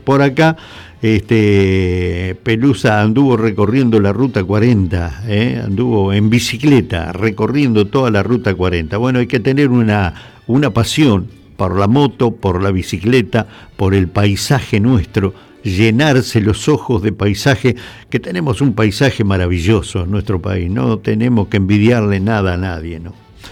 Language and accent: Spanish; Argentina; Somos argentinos